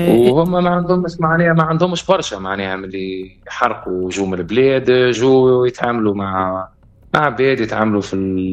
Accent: Tunisia; انا نسكن مع طلاين والمان يخزروا لي انا تونسي

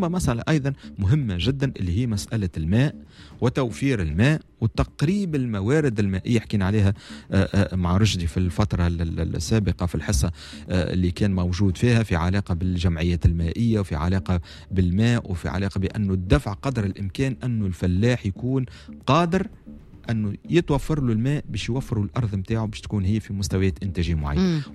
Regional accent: Tunisia

